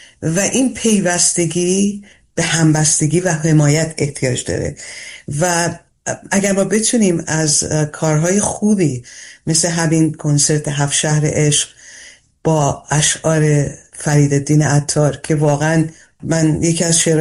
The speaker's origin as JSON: {"language": "Persian", "country": "Iran", "said": "به عنوان یک ایرانی در شرایط فعلی که ما درش قرار گرفتیم"}